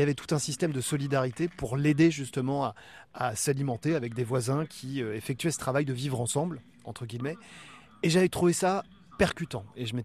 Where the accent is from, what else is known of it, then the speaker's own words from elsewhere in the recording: Brittany, France; moved away as an adult; j'étais plus que jamais Breton. Et quand on me demande d'où vous venez, je dis « the west coast of France », la Bretagne